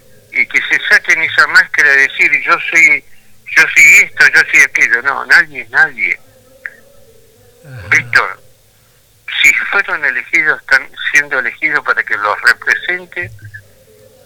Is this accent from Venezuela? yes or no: no; Chaco, Argentina; now in Santa Fe, Argentina; Yo soy del Chaco. Pero ya hace 24, 25 años que estoy acá.